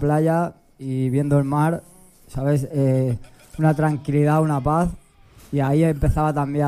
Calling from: Badalona, Catalonia, Spain

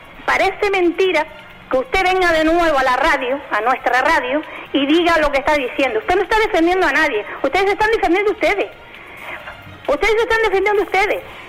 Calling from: Ingenio, Canary Islands, Spain; Ni en Ingenio, soy de Ingenio.

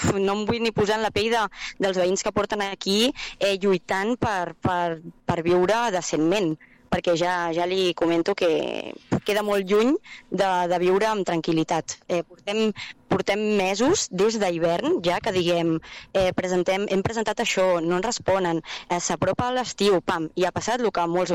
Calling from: Catalonia, Spain; jo fa poquet soc veïna del Farell, ara farà un any

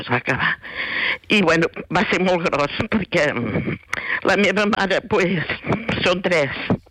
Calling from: Cerdanyola del Vallès, Catalonia, Spain; jo soc de Cerdanyola, nosaltres vivim a Cerdanyola.

